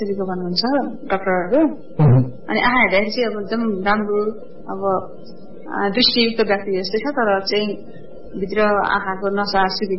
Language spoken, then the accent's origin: Nepali; Jhapa, Koshi Province, Nepal; अनि बाल्यकाल चाहिँ मेरो झापामा नै बित्यो।